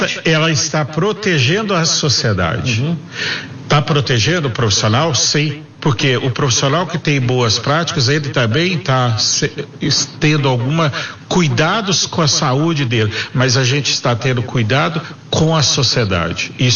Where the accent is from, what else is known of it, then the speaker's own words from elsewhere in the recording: Minas Gerais, Brazil; Nós que somos de Minas